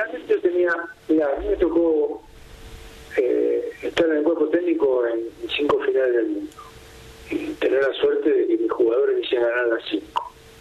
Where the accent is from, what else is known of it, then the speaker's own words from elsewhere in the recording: Argentina; El argentino es especial. Yo soy argentino también.